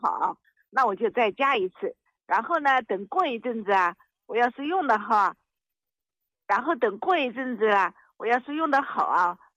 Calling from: Baoji, Shaanxi, China; 我是陕西宝鸡的。

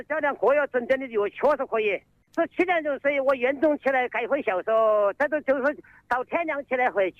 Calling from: Songzi, Hubei, China; 我是松滋成田的，成田桃林村的。

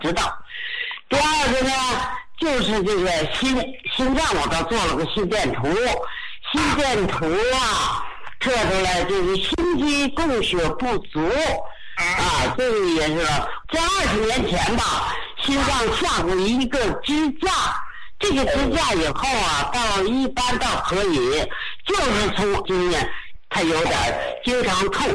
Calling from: Beijing, China; 我先说我是北京的，

